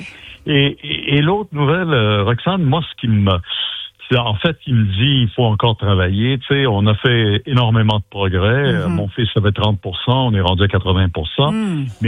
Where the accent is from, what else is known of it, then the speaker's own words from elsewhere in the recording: Quebec, Canada; Là, ça se passe chez nous au Québec.